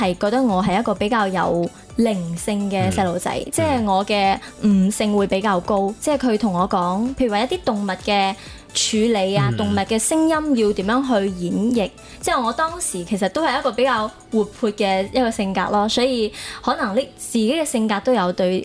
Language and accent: Cantonese; Guangzhou, Guangdong, China; 我就想着自己又是一个土生土长的广州人